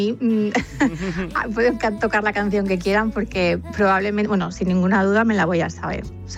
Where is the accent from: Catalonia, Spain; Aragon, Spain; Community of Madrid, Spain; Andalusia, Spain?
Aragon, Spain; Zaragoza; voy a ver los dos de Zaragoza, porque yo soy de ahí.